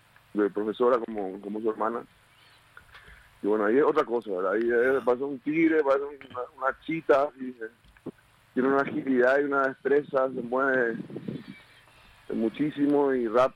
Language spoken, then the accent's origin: Spanish; Paraguay; somos los paraguayos, ¿verdad?